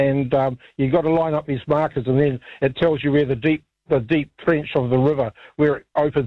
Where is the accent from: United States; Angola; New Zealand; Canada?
New Zealand; North Island; born there; I've always lived in the North Island, and I've got a holiday home at Foxton. Not Foxton Town, but Foxton Beach.